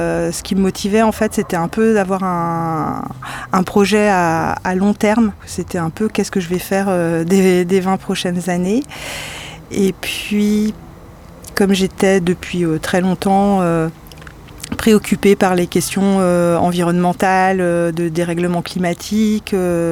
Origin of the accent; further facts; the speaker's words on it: Callac, Brittany, France; moved away; moi j'ai grandi en centre-Bretagne, à Calac, donc dans un milieu assez rural